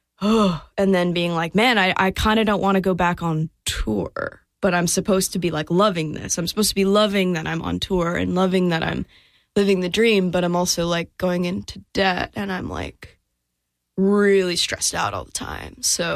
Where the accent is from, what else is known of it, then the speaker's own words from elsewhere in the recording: Colorado, United States; I've just always kind of had this feeling since I was a young kid growing up in Colorado and going down to New Mexico that like that was somewhere I should spend a lot of time at some point in my life